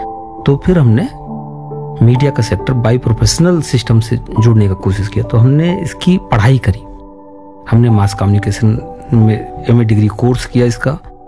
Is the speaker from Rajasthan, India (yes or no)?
no; Gonda, Uttar Pradesh, India; पैदाइश हमारी गोंडा में ही है, और यहाँ से 6 किलोमीटर दूर हमारा गांव है पंडरी के पार।